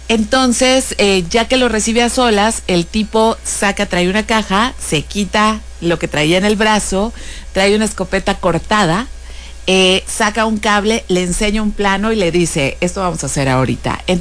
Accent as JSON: {"language": "Spanish", "town": "Mexicali", "region": "Baja California", "country": "Mexico", "said": "nosotros que somos de Mexicali romantizamos mucho las nevadas, ¿no?"}